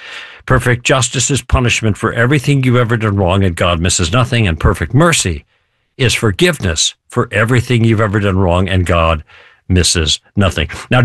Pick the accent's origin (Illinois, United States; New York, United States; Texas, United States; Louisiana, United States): Illinois, United States; Chicago; moved away as an adult; also born or lived in Michigan; now in California, United States; I grew up in Chicago, and then I was in the Army for a while.